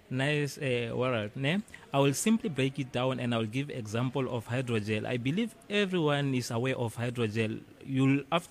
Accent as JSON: {"language": "English", "town": "Mahikeng", "region": "North West", "country": "South Africa", "said": "Home, I'm from Northwest, I'm from Mafikeng"}